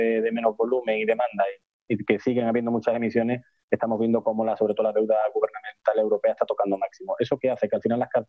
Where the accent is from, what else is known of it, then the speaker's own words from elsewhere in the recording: Galicia, Spain; como buen gallego depende